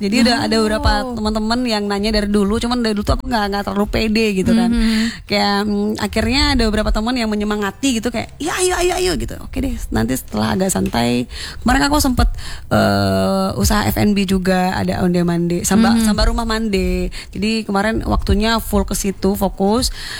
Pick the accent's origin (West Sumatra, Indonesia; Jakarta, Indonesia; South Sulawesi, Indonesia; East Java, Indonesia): West Sumatra, Indonesia; Padang; Tapi gak menutup kemungkinan kita sebagai orang Minang Padang